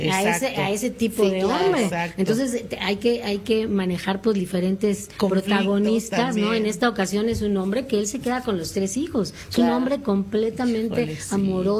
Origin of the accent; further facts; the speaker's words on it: Campeche, Mexico; now in Mexico City, Mexico; porque aparte yo soy de Campeche, no era de Ciudad de México, entonces no conocía mucho.